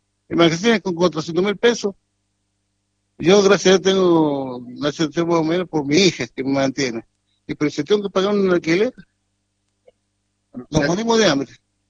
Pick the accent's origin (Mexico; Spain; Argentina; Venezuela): Argentina; San Juan; Yo soy sanjuanino y allá no hay.